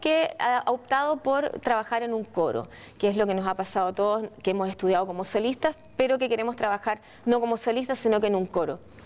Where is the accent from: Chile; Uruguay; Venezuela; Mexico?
Chile; moved away as an adult; also born or lived in Italy; now in Germany; Muy flexible, como buena chilena